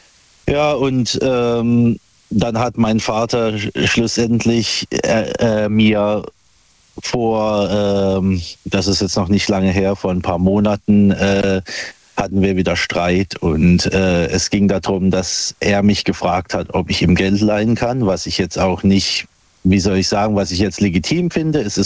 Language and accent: German; Buchen, Baden-Württemberg, Germany; Aus Buchen im schönen Odenwald.